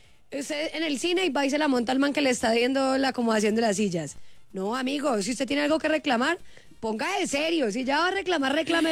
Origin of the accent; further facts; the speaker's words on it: Caribbean coast, Colombia; accent: costeño; Yo siempre he hablado un coseño, pero yo sé que no es. Pues todo el mundo se da cuenta que yo no voy de la costa.